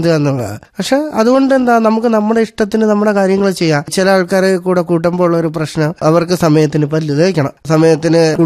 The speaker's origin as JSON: {"language": "Malayalam", "town": "Thiruvananthapuram", "region": "Kerala", "country": "India", "tie": "born or raised there", "said": "എന്റെ സ്വദേശം തിരുവനന്തപുരം ആയതുകൊണ്ട് തന്നെ കൂടുതലും തിരുവനന്തപുരത്തുള്ള സ്കൂളിലായാലും കോളേജിലൊക്കെ ആയാലും കൂടുതൽ പഠിച്ചതൊക്കെ ഇവിടെ തന്നെയാണ്."}